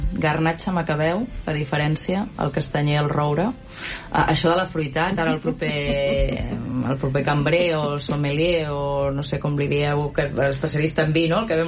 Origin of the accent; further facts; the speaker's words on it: Catalonia, Spain; Jo soc del Pla de l'Estany